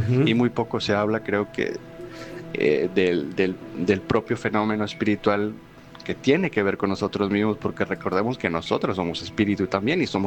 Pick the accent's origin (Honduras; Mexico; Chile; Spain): Mexico; Monterrey, Nuevo León; now in United States; Yo, como les he comentado en audios anteriores, yo soy de Monterrey, de México.